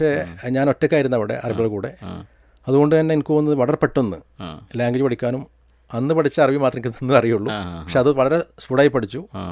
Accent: Ozhukur, Kerala, India; moved away as an adult; also born or lived in Jeddah, Saudi Arabia; now in Saudi Arabia; എൻ്റെ സ്വദേശം മലപ്പുറം, കൊണ്ടോട്ടിക്കടുത്ത് ഒഴുകൂർ എന്ന ദേശമാണ്. ഏകദേശം 3 കിലോമീറ്റർ അകലെയാണ് കൊണ്ടോട്ടി നിന്ന്.

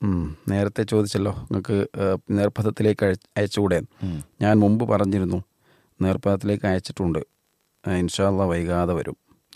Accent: Malappuram, Kerala, India

